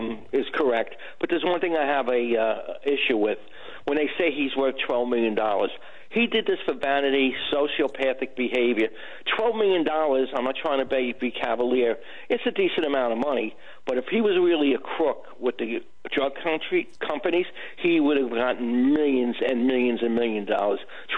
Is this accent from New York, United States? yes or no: yes; Garden City, New York, United States; I was formerly from Garden City